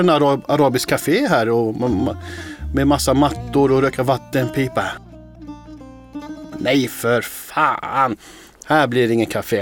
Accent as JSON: {"language": "Swedish", "region": "Eastern Turkey", "country": "Turkey", "said": "Där vi kommer, vi är assyrier från östra Turkiet."}